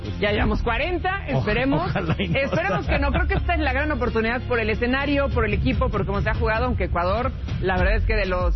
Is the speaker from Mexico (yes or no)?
yes; Mexico